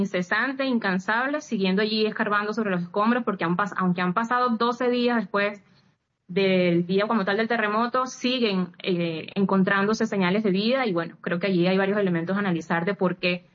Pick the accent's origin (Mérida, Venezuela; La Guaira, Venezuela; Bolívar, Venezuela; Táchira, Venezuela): La Guaira, Venezuela; moved away as an adult; now in Caracas, Venezuela; yo soy oriunda de ese estado, aunque vivo en Caracas. Mi familia todavía se encuentra viviendo allá.